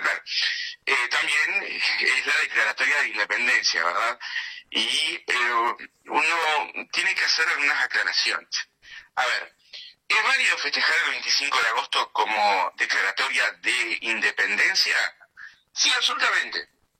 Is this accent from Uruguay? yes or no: yes; Uruguay